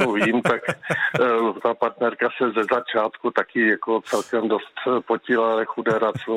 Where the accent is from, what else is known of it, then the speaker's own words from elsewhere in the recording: Brno, South Moravian Region, Czechia; moved away as an adult; now in Jedovnice, Czech Republic; já jsem původem Brňák, teď bydlím v Jedovnicích, kousek od Brna. Nicméně do školy jsem chodil v Brně a na gymnázium